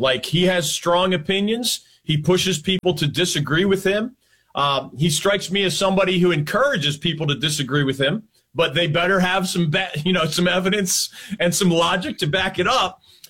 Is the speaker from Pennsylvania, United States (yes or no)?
yes; Philadelphia, Pennsylvania, United States; And you know that I … growing up in Philadelphia, playing hockey, watching hockey, et cetera.